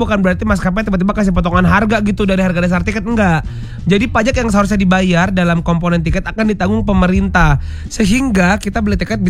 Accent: Makassar, South Sulawesi, Indonesia; now in Jakarta, Indonesia; Gue tuh kan orang Makassar.

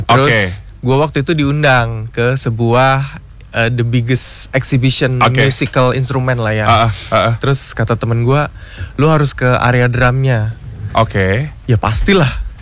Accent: Kalimantan, Indonesia; now in Jakarta, Indonesia; Jadi gue dari Kalimantan ya. Jadi gue terbang merantau ke Jakarta.

